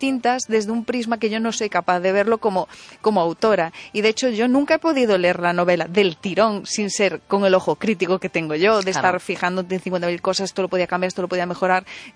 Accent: Vilalba, Galicia, Spain

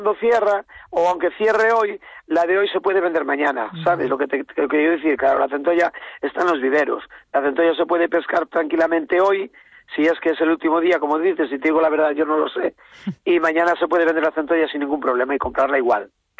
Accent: Galicia, Spain; somos gallegos.

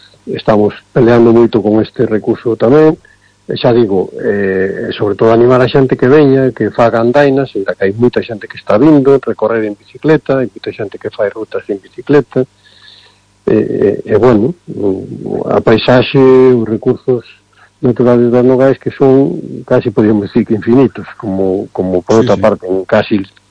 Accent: Galicia, Spain; pois é o típico de Galicia, yo que somos os galegos, non? Comer, beber, festa, rachada, hasta que o corpo aguante.

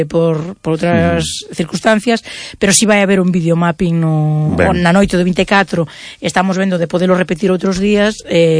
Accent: Santiago de Compostela, Galicia, Spain; Digo, os que somos de Santiago de toda a vida.

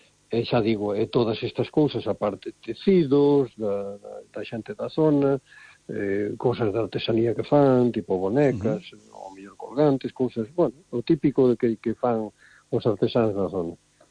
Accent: Galicia, Spain

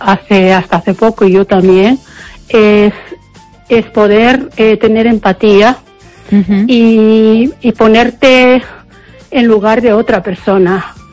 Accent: Spain; also born or lived in United Kingdom; Yo soy española, pero viví mucho tiempo en el extranjero.

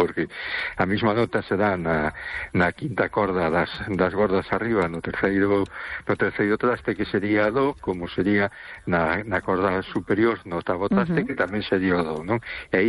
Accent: A Coruña, Galicia, Spain; Hola, boa noite, estás … de Coruña.

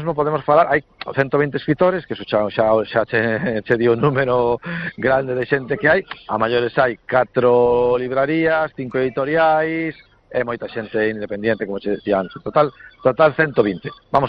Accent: Bañobre, Galicia, Spain; eu digo polo meu pueblo, non, Bañobre, quer dicir, non somos nin concello, temos unha verbena, non?

